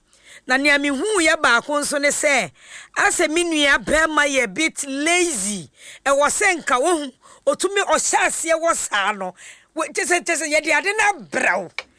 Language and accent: English; Ghana; And then being a Ghanaian, no, that you say we are black stars